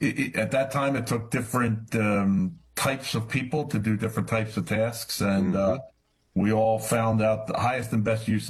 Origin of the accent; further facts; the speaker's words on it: Havertown, Pennsylvania, United States; I'm from Havertown, Pennsylvania. I'm one of five, and I'm the oldest of five